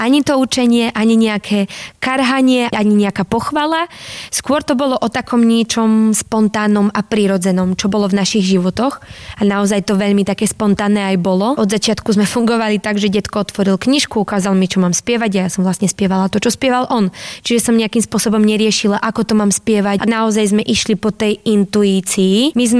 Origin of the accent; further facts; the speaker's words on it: Šarišské Jastrabie, Prešov Region, Slovakia; môj detko, ktorý 47 rokov kantoroval u nás v Šarišskom Jastrbi v našej cerkvi Uspenej a Presvetej Bohorodici.